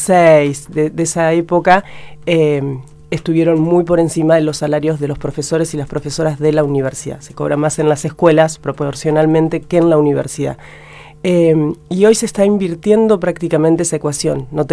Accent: Coronel Suárez, Buenos Aires Province, Argentina; Nacimos los dos en Coronel Suárez, rendimos concurso.

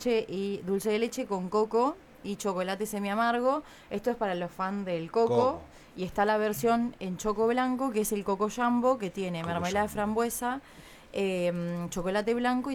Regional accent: Argentina; Yo, Argentina.

